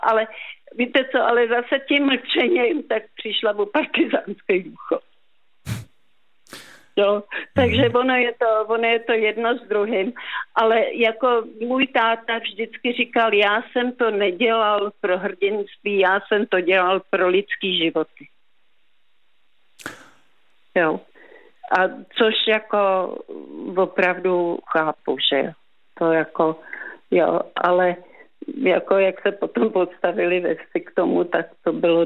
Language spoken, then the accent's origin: Czech; Skryje, Central Bohemian Region, Czechia; Ne, já pocházím ze Skrej